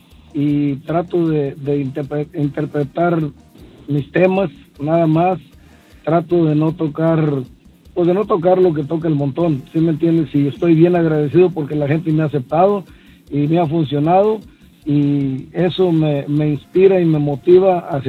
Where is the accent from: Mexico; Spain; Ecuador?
Mexico; Guerrero; Pero la mayoría somos del estado de Guerrero.